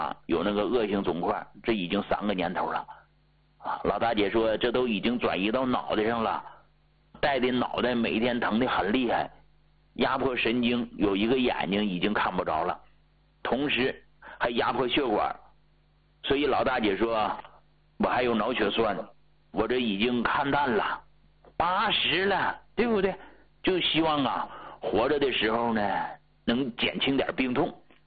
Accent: Hegang, Heilongjiang, China; now in Beijing, China; 你说我一农村的，大家都知道我是哪儿的吧，黑龙江鹤岗那么个小地方，而且呢家里边是种菜的啊，属于农民啊，农民家的孩子，

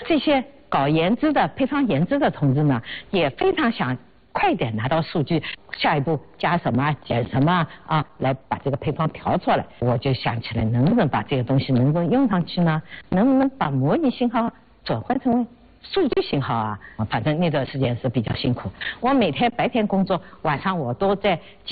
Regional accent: China; 我们中国人真的站起来了

